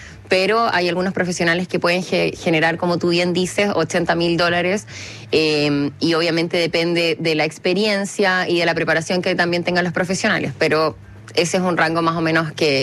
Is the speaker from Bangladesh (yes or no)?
no; Chile